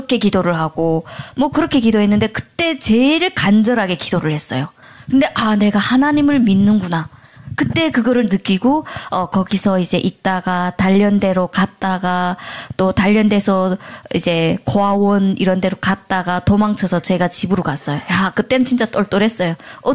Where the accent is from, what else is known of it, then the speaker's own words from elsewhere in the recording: North Korea; 저는 북한에서 왔잖아요. 북한 사람들도 참 좋은 사람들이 되게 많아요.